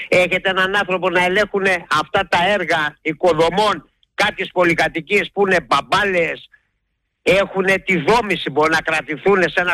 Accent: Greece

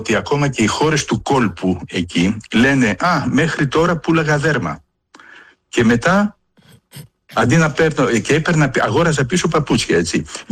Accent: Athens, Attica, Greece; Εγώ πιτσιρικά θυμάμαι που μεγάλωσα στην Αθήνα

